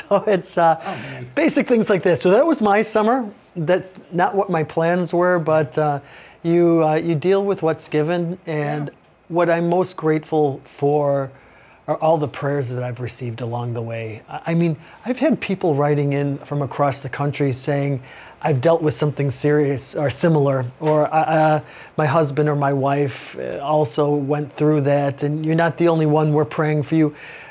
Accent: Chicago, Illinois, United States; I'm from Chicago, yeah. So I had family and friends who attended that particular baseball game

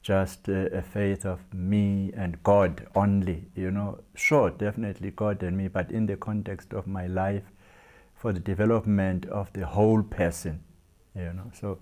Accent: Eastern Cape, South Africa; when I say I'm from Tata, Eastern Cape, I always say where Nelson Mandela is born and buried.

